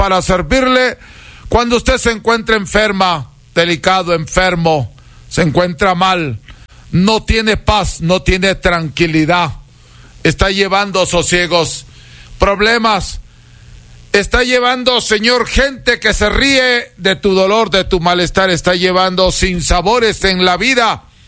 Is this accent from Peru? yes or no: yes; Huancabamba, Piura, Peru; now in Salcedo; soy el mejor chamán de América, huancabambino, peruano